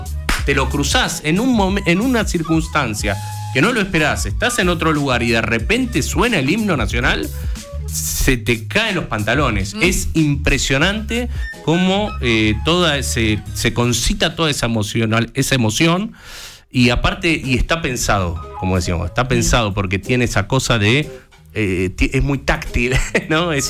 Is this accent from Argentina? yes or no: yes; Argentina